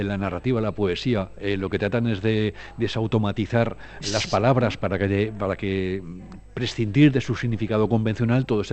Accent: Zaragoza, Aragon, Spain; Yo soy zaragozano.

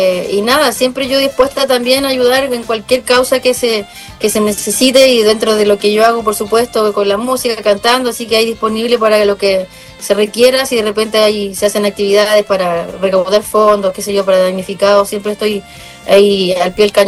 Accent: Chile; moved away as an adult; also born or lived in Mexico; Eso de hacer cosas acá en Chile y no hacer como me pasó antes, cuando me fui a vivir a México, que dejé abandonado Chile

